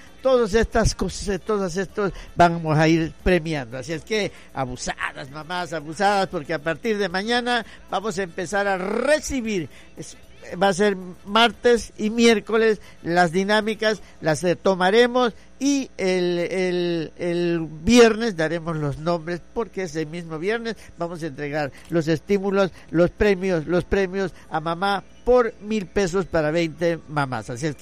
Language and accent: Spanish; Tabasco, Mexico; born there; porque yo nací en Tabasco y así yo quiero ser.